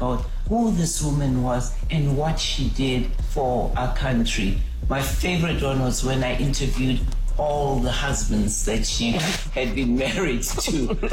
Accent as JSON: {"language": "English", "town": "Soweto", "region": "Gauteng", "country": "South Africa", "tie": "born or raised there", "also_born_or_lived": "Sophiatown, South Africa", "said": "was still a young girl in my teens when we moved to Soweto. So I always say I was born in Sophia Town, and I grew up in Soweto."}